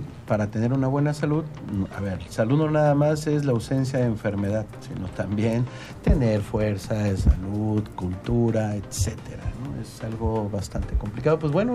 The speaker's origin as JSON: {"language": "Spanish", "country": "Mexico"}